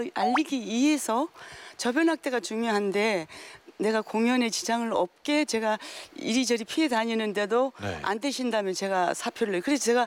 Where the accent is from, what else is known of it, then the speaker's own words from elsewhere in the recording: Hamyang, South Gyeongsang, South Korea; born there; accent: Gyeongsang dialect; moved away; 제가 경상남도 함양이에요.